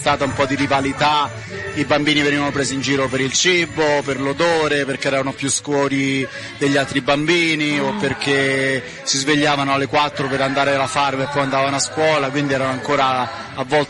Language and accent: Italian; Rome, Lazio, Italy; moved away as an adult; now in Australia; io, anche se la mia famiglia è del sud, siciliana, però sono nato e cresciuto a Roma, come sente dall'accento.